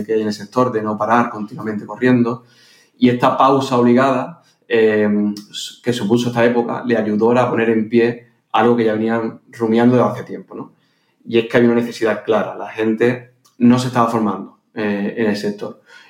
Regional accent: Huelva, Andalusia, Spain; Soy de Huelva y me encanta mi tierra, desconocida por muchos y eso hace que conserve ese encanto especial que espero que no pierda.

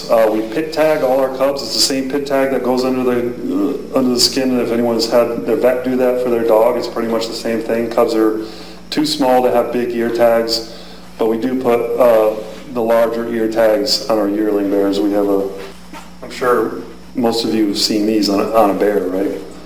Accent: Hartland, Connecticut, United States; I grew up in Heartland

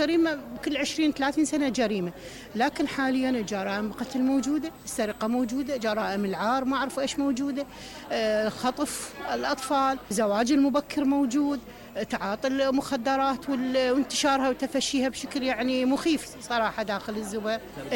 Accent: Az Zubayr, Basra Governorate, Iraq; accent: Zubair dialect; احنا حتى لهجتنا مختلفه، لهجتنا خاصه بينا

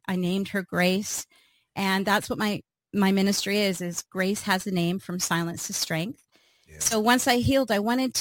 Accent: Canada; Well, I live in Canada, and I am a Canadian speaker, author, and pro-life advocate.

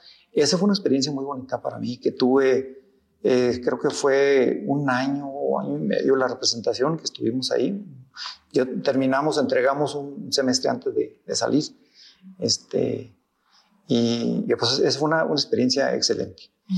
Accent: Colonia Oscar Sotomayor, Mexico; estando en la secundaria aquí en Colonia Oscar Sotomayor, en mi pueblo natal

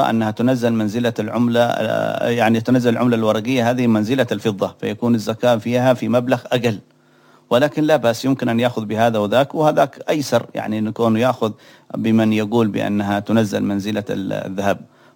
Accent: Yemen; عندنا في اليمن

